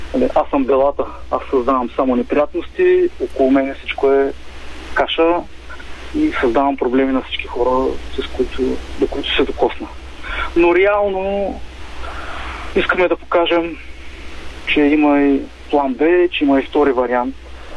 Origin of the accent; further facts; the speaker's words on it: Burgas, Burgas Province, Bulgaria; Да, ние сме от Бургас.